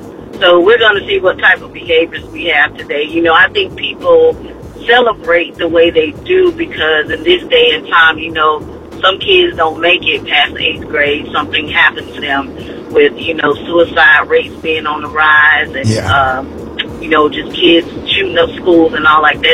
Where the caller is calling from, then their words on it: Florida, United States; I am calling from Florida.